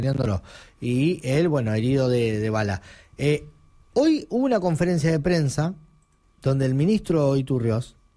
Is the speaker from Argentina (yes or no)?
yes; Comodoro Rivadavia, Chubut, Argentina; yo soy de Comodoro